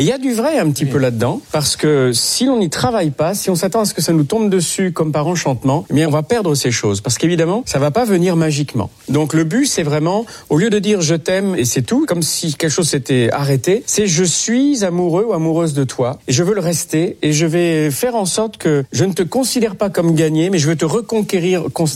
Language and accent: French; France; on est français